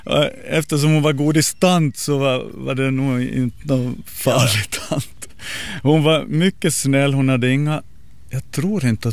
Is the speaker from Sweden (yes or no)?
no; Jakobstad, Ostrobothnia, Finland; Ja, jag är född i Jakobstad och gått i skola i Jakobstad, men alla somrar har jag tillbringat i Larsmo.